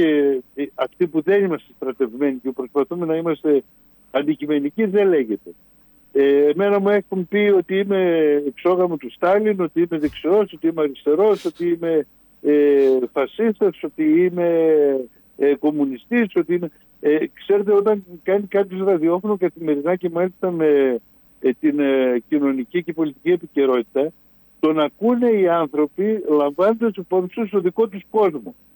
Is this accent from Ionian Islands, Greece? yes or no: no; Serres, Central Macedonia, Greece; Γιατί αν φανταστείς ότι κατάγομαι από τις Σέρες και πρέπει να απολογούμε γιατί είμαι από τις Σέρες.